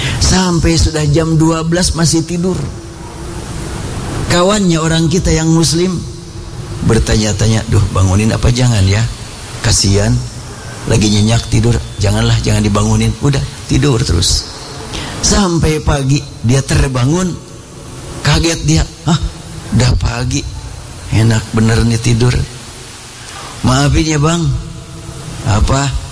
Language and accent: Indonesian; Indonesia; born there; Aku dilahirkan di Indonesia, aku ridha ya Allah.